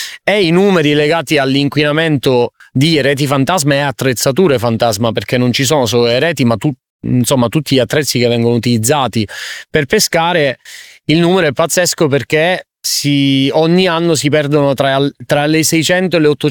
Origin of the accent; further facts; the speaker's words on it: Sicily, Italy; Io da siciliano sono cresciuto nel mare della Sicilia